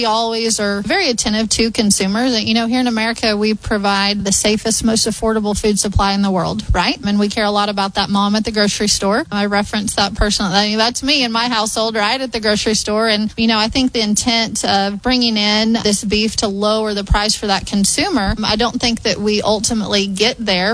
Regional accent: United States; we're very proud as American beef producers

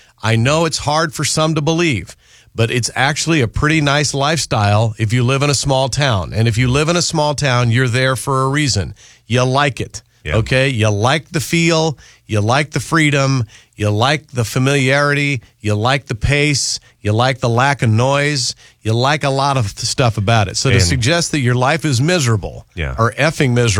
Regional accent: Lincoln, Nebraska, United States; Yeah, I've lived in a small town. Yeah. I grew up in Lincoln.

